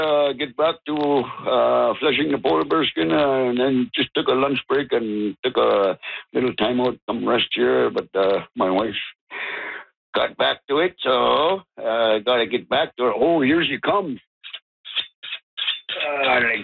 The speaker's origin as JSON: {"language": "English", "town": "Ulukhaktok", "region": "Northwest Territories", "country": "Canada", "said": "I'm from Ulukukto."}